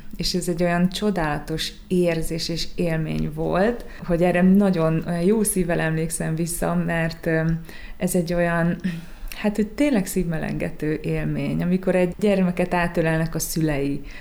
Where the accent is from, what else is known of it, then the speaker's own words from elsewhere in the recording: Transylvania, Romania; ugye Erdélyből származom